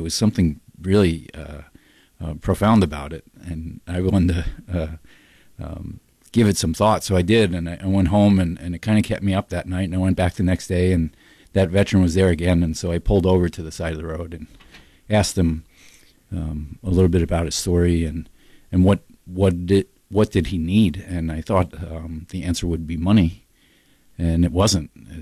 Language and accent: English; New York, United States; moved away; I grew up in New York, so I was familiar with homeless people. Obviously, I am a veteran.